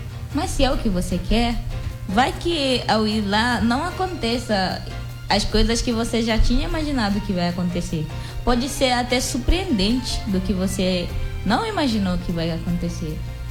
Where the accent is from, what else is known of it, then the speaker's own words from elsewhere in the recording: Guinea-Bissau; now in Brazil; eu sou da Guiné